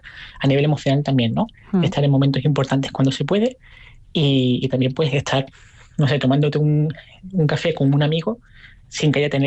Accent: Málaga, Andalusia, Spain; moved away as an adult; Pues igual, yo me fui, claro, bien jovencito de Málaga, me fui con apenas 20 años, no he vuelto a vivir en Málaga.

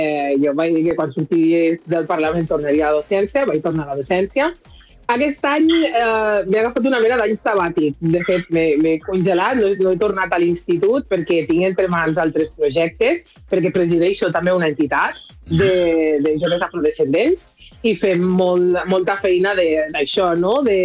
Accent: Lleida, Catalonia, Spain; born there; Jo soc, me veieu negra, però jo soc nascuda a Lleida, de mare blanca

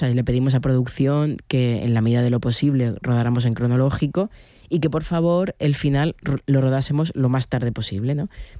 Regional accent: Almería, Andalusia, Spain; moved away; A mí Almería, aparte de evidentemente lo emocional que me conecta, ¿no? Por haberme criado allí, mi familia sigue allí

